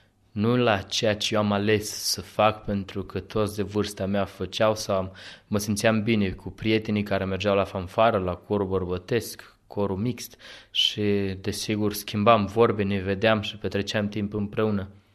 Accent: Romania; now in Madrid, Spain; biserica în care am crescut în România

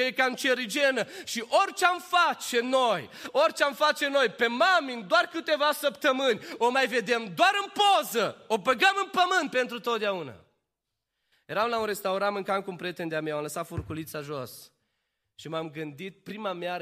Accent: Romania

